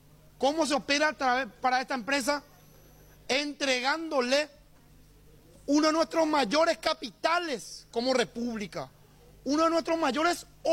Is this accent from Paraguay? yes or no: yes; Paraguay